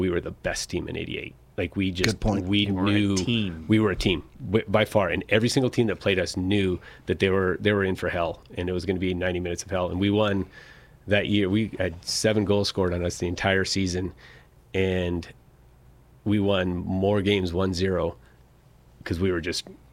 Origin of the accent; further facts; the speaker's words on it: Vancouver, British Columbia, Canada; moved away; also born or lived in Portland; I grew up a white cap. I played white caps in my youth in the youth academy in Vancouver. Then moved to Portland